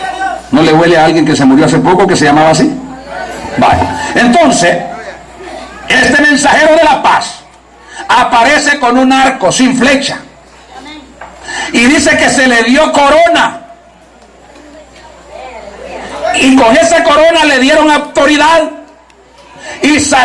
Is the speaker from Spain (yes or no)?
no; El Salvador; allá sale que … que soy del Salvador.